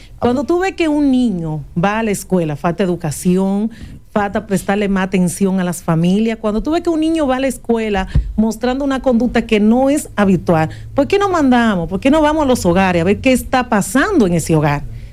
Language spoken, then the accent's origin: Spanish; Santiago, Dominican Republic; born there; now in Santiago de los Caballeros, Dominican Republic; En el caso de Juncalito, que es mi distrito donde nací, de donde vengo, pero hago vida en los barrios de Santiago